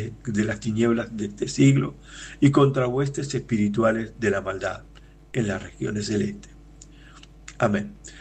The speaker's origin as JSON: {"language": "Spanish", "country": "Argentina", "said": "soy de Argentina"}